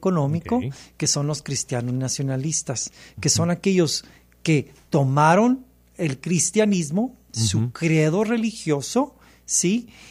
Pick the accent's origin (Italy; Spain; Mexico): Mexico; Hablo el idioma materno, mi idioma materno es el español, que es el idioma que se habla en México.